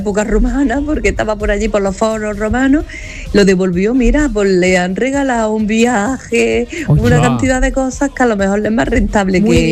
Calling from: Granada, Andalusia, Spain; de Granada.

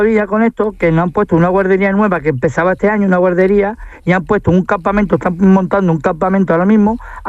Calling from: Ceuta, Spain

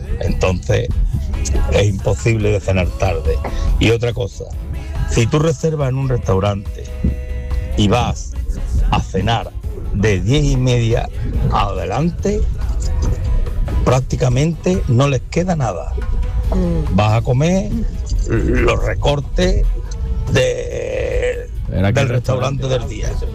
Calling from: Marbella, Andalusia, Spain; de Marbella.

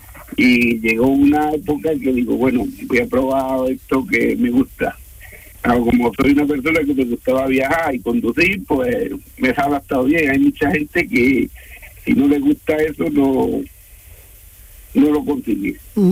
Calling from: Almuñécar, Andalusia, Spain; Yo soy de la costa tropical, yo soy de Almuñécar

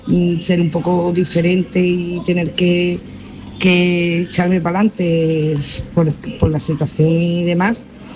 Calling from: Huelva, Andalusia, Spain; de Huelva.

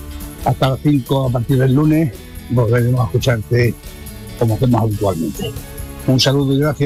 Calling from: Barbate, Andalusia, Spain; llamo de Barbate, vivo con dos hermanas

